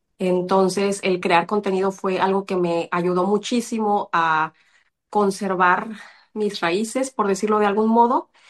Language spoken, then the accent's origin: Spanish; Puebla, Mexico; moved away as an adult; now in Denmark; Somos de Puebla.